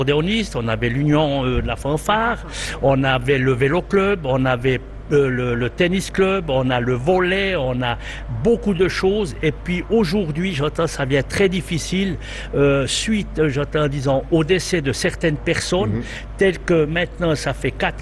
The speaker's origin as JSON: {"language": "French", "town": "Péry", "region": "Bern", "country": "Switzerland", "said": "Non, je suis de Péry."}